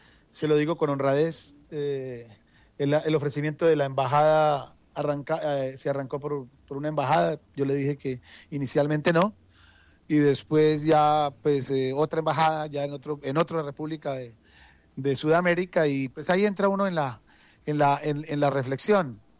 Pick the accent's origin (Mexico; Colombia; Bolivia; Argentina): Colombia; Meta; como llanero y como habitante del departamento del Meta